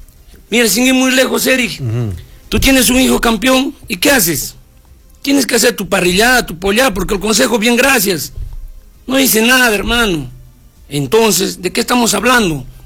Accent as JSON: {"language": "Spanish", "region": "Arequipa", "country": "Peru", "tie": "born there", "said": "Soy un hijo de Pueblo Joven, nací en el Pueblo Joven Tupac Amaru, Cerro Colorado"}